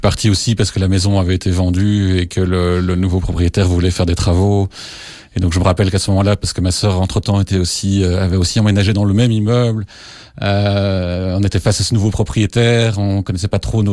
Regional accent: Uccle, Brussels-Capital Region, Belgium; Alors moi, j'ai grandi à Uccle, dans le quartier Calvout, avec mes parents et ma sœur.

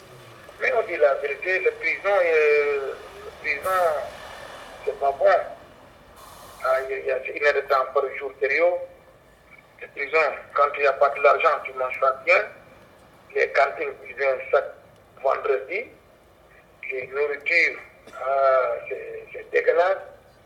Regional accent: Senegal; moved away as an adult; now in Belgium; mon pays d'origine du Sénégal. Ouais, ça fait 8 ans que je suis là en Belgique. Moi, je venais ici en 2015

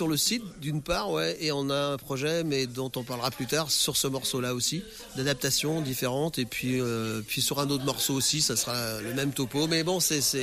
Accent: Brittany, France; Chanter en breton, c'est un bien grand mot, j'arrive à dire deux lignes. Mais c'est pas parce que je suis breton depuis des générations.

